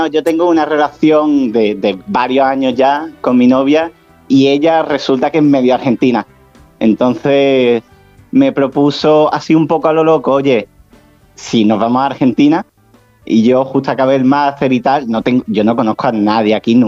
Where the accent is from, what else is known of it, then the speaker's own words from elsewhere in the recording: Seville, Andalusia, Spain; moved away as an adult; now in Buenos Aires, Argentina; Yo soy de Sevilla. Yo lo que estoy haciendo es investigación aquí.